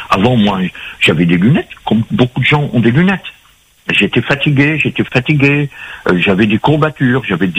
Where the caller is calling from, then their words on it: Paris, Île-de-France, France; Je vous appelle de Paris, 19e.